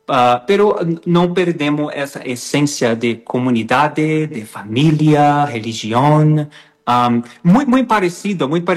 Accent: Brazil; Spanish is a second language; Soy brasileño. Yo crecí asistiendo a telenovelas.

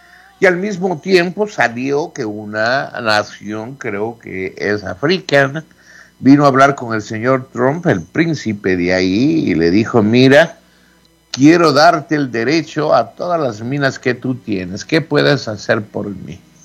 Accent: United States; Spanish is a second language; Pero antes era un orgullo decir: pucha, soy americano. Llegaba al Ecuador y me insultaban, y yo decía: pues sí, con mi país no te metas

